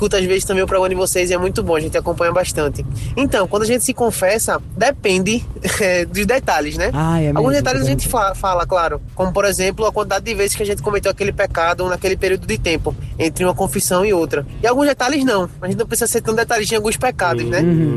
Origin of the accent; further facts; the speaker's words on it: Recife, Pernambuco, Brazil; Boa tarde … sou aqui de Recife.